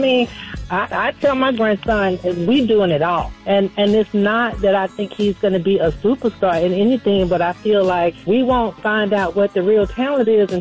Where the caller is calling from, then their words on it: Kanye, Southern District, Botswana; I'm checking in from Kanye.